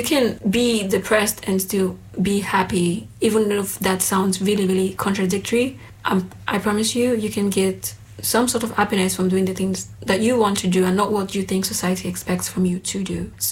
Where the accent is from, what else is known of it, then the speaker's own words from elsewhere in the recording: Nigeria; accent: Nigerian; moved away as an adult; also born or lived in Greece; now in Germany; I'm from Nigeria. I lived in Nigeria up until I was 18 years old, and then I moved to Greece. I lived in Greece for about 4 years, and I recently just moved to Germany.